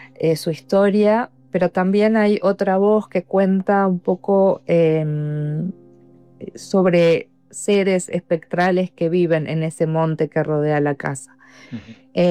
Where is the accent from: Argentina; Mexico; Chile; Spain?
Argentina; moved away as an adult; now in Buenos Aires, Argentina; Hace muchos años ahora que vivo en Buenos Aires, pero bueno, crecí en el interior de Argentina, donde el paisaje está muy próximo, donde la experiencia con el paisaje es cotidiana.